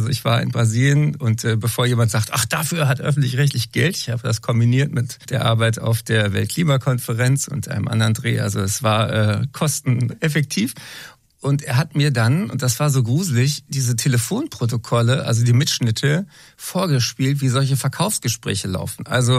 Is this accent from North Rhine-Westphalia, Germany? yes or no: no; Berlin, Germany; Ich habe eben welche getroffen, zum Beispiel Victoria in Berlin, meiner Heimatstadt.